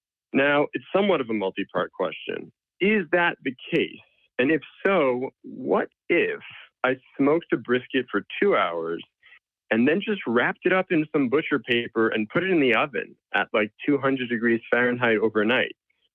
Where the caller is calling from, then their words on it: Paramus, New Jersey, United States; Paramus, New Jersey.